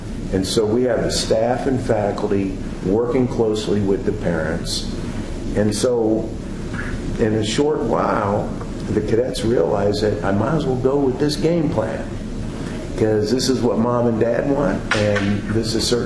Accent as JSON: {"language": "English", "town": "Mexico", "region": "Missouri", "country": "United States", "said": "I come from Mexico, Missouri"}